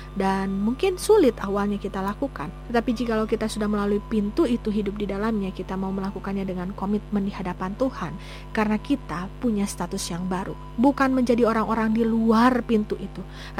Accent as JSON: {"language": "Indonesian", "town": "Garut", "region": "West Java", "country": "Indonesia", "said": "karena saya kuliah di Bandung dan kota asal saya Garut."}